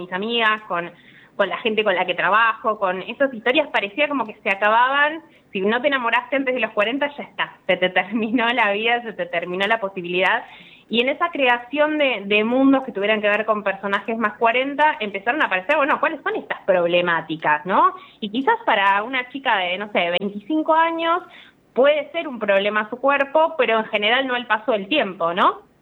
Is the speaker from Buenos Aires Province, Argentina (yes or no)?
yes; Bahía Blanca, Buenos Aires Province, Argentina; moved away as an adult; now in Buenos Aires, Argentina